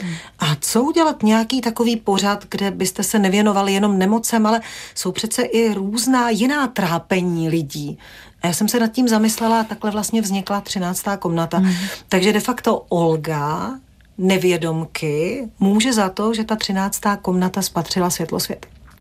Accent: Vimperk, South Bohemian Region, Czechia; moved away as an adult; also born or lived in České Budějovice; now in Prague, Czech Republic; Rodačce ze Šumavy v Praze chyběla příroda

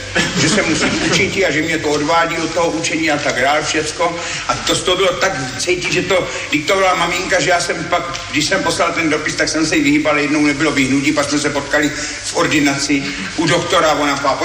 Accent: Brno, South Moravian Region, Czechia; also born or lived in Ivančice / Řícmanice; protože já do Brna pořád jezdím, mám tady rodinu, takže já jsem vlastně Brňák pořád.

